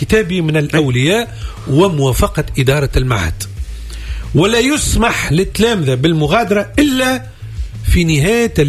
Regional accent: Tunisia; لانه اغلب التلامذه مثلا عندنا في تونس اللي يخرج يقول لك باش نمشي نفطر لبرا

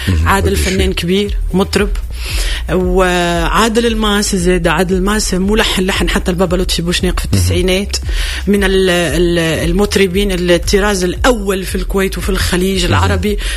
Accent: Tunisia; أنا مواطنة تونسية

